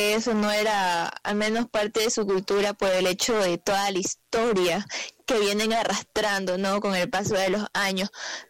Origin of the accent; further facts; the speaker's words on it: Ecuador; todos somos ecuatorianos